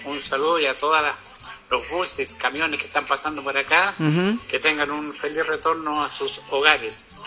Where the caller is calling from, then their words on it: Casablanca, Valparaíso, Chile; en mi tierra, en Casablanca.